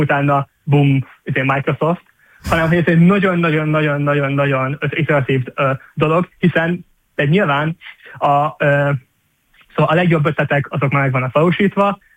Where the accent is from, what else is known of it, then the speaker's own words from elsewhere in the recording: Szentes, Csongrád-Csanád, Hungary; hiszen én Szentesről vagyok. Ez egy kis alföldi település, ahol az ember nyilván nem hall startupokról, meg ilyesmi dolgokról.